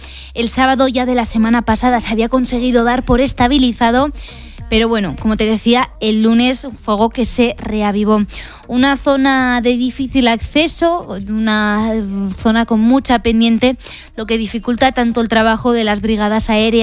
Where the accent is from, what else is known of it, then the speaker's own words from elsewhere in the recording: Pamplona, Navarre, Spain; los que somos de Pamplona